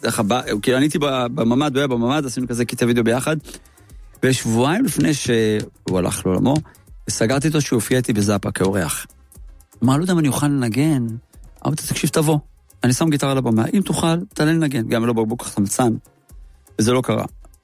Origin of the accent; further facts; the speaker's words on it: Yeruham, Southern District, Israel; נולדתי בירוחם.